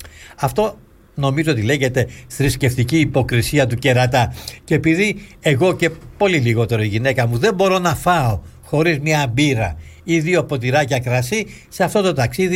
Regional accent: Greece; όταν άκουσαν πως είμαστε Έλληνες.

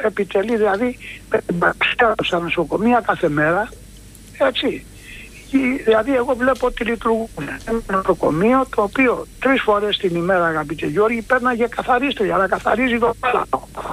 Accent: Corfu, Ionian Islands, Greece; Είναι άπιαστο να φανταστείς και εγώ που είμαι από την Κέρκυρα

